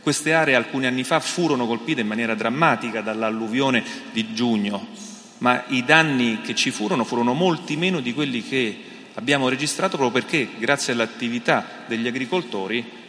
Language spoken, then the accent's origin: Italian; Rome, Lazio, Italy; Io stesso vengo da Roma e faccio l'imprenditore a Roma.